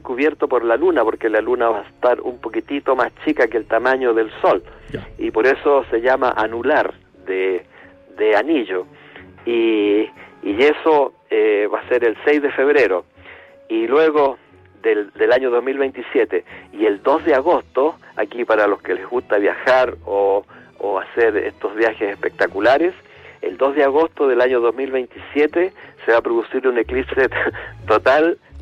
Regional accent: Rengo, O'Higgins, Chile; born or raised there; moved away

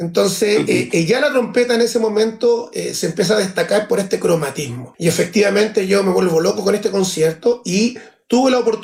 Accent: Andacollo, Coquimbo, Chile; cuando yo vengo a estudiar a la escuela de música, me vengo solo de Andacollo. Andacollo en ese momento había camino de tierra, entonces había que quedarse en La Serena, no se podía devolver todos los días.

